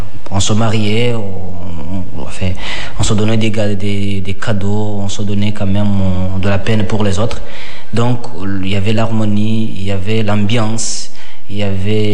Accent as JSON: {"language": "French", "country": "Rwanda", "tie": "born there", "said": "Effectivement, je suis né au Rwanda."}